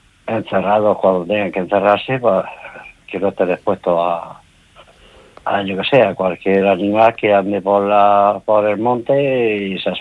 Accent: Andalusia, Spain; now in Region of Murcia, Spain; Yo no soy de aquí de la región de Murcia, pero llevo más de 60 años aquí en la región de Murcia. Yo provengo de la zona de Andalucía.

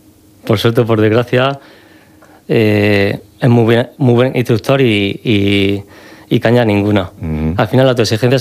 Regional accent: Cehegín, Region of Murcia, Spain; Somos los dos de Cejín, fuimos al mismo colegio y seguramente tendríamos los mismos profesores

